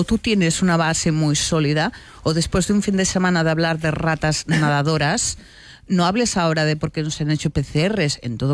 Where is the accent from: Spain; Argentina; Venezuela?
Spain; Catalonia; yo como catalana, si me voy de vacaciones a Italia y me coge no sé qué virus